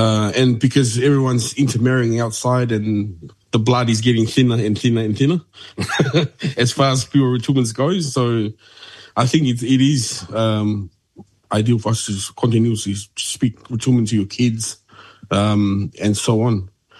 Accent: Rotuma, Fiji; I think it's a must, especially for us rutumans everywhere. Doesn't matter where you are, to continue to speak rutuman

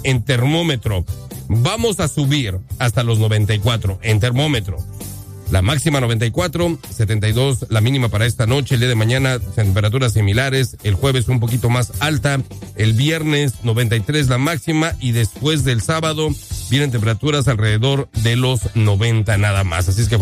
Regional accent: Mexico; junto con nosotros como mexicanos, celebramos nuestra independencia.

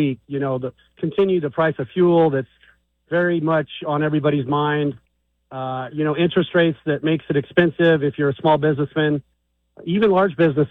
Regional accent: Nevada, United States; I'm from Nevada. I understand Nevada, lived, raised, born, raised

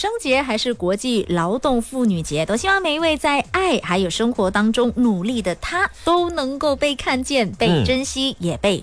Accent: Miri, Sarawak, Malaysia; 来自沙拉越美里的

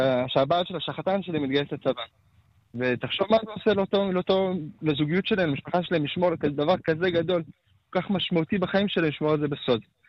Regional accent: Jerusalem, Jerusalem District, Israel; אני מגיע מרקע חרדי קלאסי. תלמוד תורה בירושלים, ישיבה

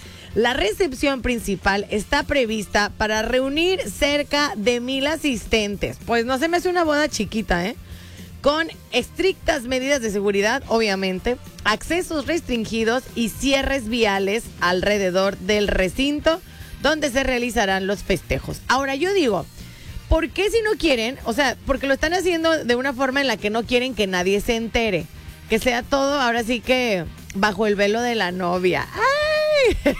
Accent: Mexico; mi pueblo, México

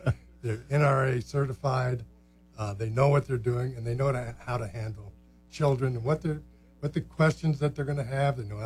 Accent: Wisconsin, United States; born there; I was born in Wisconsin.

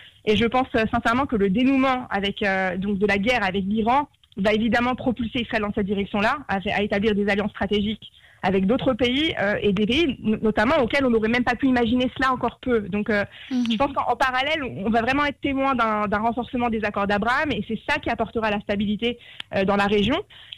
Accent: France; en tant que Française

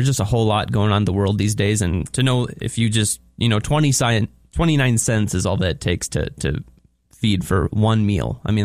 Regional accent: Fargo, North Dakota, United States; Originally from Fargo, Moorhead.

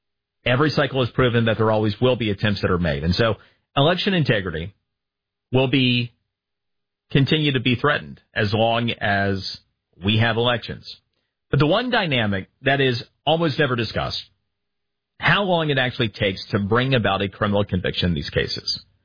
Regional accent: Florida, United States; For example, in my home state of Florida, where this story emanated from this week

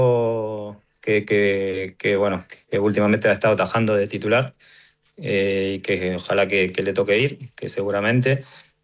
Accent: Argentina; como todo argentino, con la expectativa de que sea como el mundial pasado.

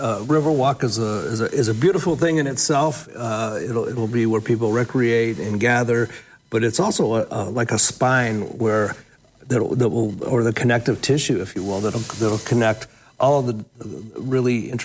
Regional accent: Toledo, Ohio, United States; You mentioned I came from the East Side, Oregon, and now live in downtown. So, you know, that whole area connected by the High-Level Bridge is sort of my turf.

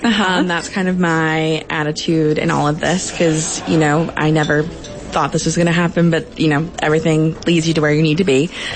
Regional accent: Chicago, Illinois, United States; accent: Chicago; My Chicago accent often comes out while I'm doing it.

